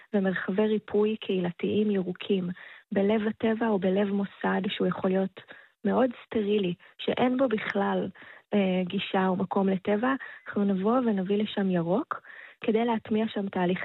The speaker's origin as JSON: {"language": "Hebrew", "town": "Jerusalem", "region": "Jerusalem District", "country": "Israel", "tie": "born or raised there", "moved": "yes", "lives_now": "Tel Aviv, Israel", "said": "אני עירונית, אני במקור מירושלים, אבל אני גדלתי בירושלים בשכונת האסבסטונים, זה היה אזור של עבודי אוניברסיטה. והיא הייתה כמו קיבוץ בהר הצופים, והייתי מוקפת בעצים ובטבע"}